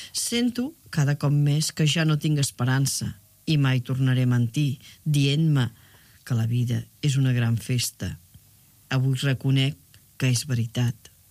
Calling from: Caldes d'Estrac, Catalonia, Spain; el meu poble, a Caldetes

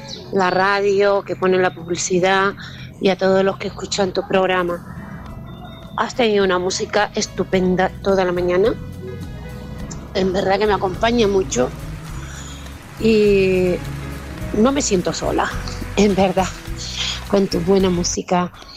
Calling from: Santa Lucía de Tirajana, Canary Islands, Spain; de Santa Lucía.

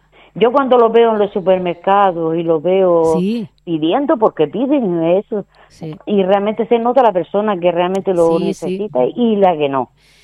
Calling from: Mogán, Canary Islands, Spain; yo vivo en el pueblo de Mogán.

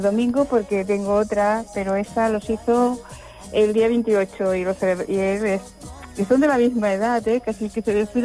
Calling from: Tellá, Spain; Pues desde Tellá.

